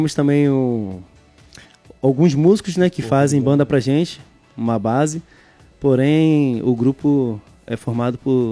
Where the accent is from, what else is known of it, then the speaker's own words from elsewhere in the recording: Cabo Frio, Rio de Janeiro, Brazil; Nascido e criado aqui em Cabo Frio.